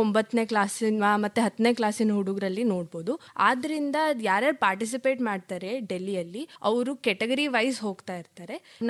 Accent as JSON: {"language": "Kannada", "town": "Mysore", "region": "Karnataka", "country": "India", "tie": "born or raised there", "also_born_or_lived": "Adderi, Sagar, Shivamogga", "said": "ನನ್ನ rank NCCಯಲ್ಲಿ senior under officer. ನನ್ನ ಮೂಲ ಊರು ಬಂದು ಅಡ್ಡೇರಿ, ಶಿವಮೊಗ್ಗ ಸಾಗರ. ಮತ್ತೆ ನಾನು ಹುಟ್ಟಿ ಬೆಳೆದಿದ್ದೆಲ್ಲ ಮೈಸೂರಲ್ಲೇ, ನಾನು ಓದಿದ್ದು ಸಹ ಮೈಸೂರಲ್ಲೇ. ನಾನೀಗ ಪ್ರಸ್ತುತ BSc ಸೆಕೆಂಡ್ ಇಯರ್ ವಿದ್ಯಾರ್ಥಿನಿ."}